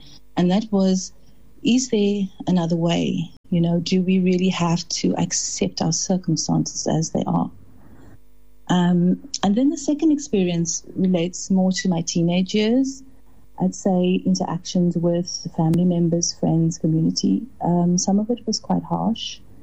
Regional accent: Cape Town, Western Cape, South Africa; growing up in Cape Town during the latter part of the apartheid years

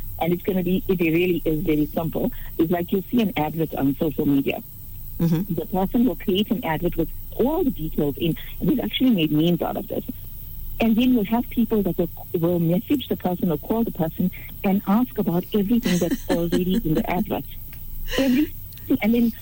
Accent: Durban, KwaZulu-Natal, South Africa; moved away; my hometown is Durban.

